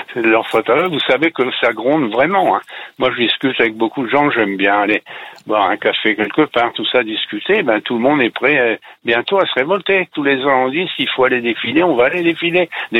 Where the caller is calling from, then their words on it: Normandy, France; Une petite commune qui s'appelle Ménival, à côté du Tréport, en Seine-Maritime.